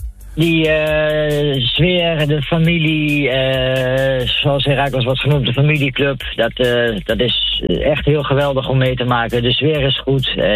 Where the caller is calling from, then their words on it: Almelo, Overijssel, Netherlands; ik kom uit Almelo.